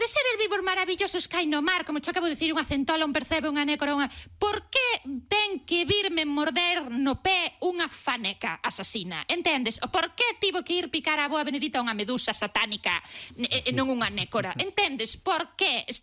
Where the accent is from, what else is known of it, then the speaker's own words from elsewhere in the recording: Galicia, Spain; porque eu son galega en todo absolutamente menos en decir que esa temperatura do mar está ben pa meterse.